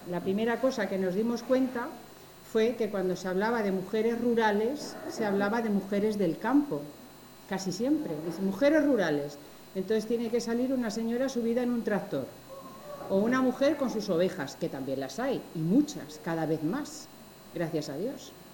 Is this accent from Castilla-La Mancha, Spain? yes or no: yes; Pozuelo de Calatrava, Castilla-La Mancha, Spain; Yo soy de Pozuelo de Calatrava